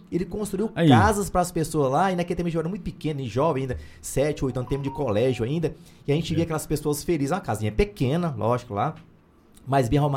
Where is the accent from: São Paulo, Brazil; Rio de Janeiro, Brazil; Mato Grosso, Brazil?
Mato Grosso, Brazil; Pontal do Araguaia; como sou de Pontal do Araguaia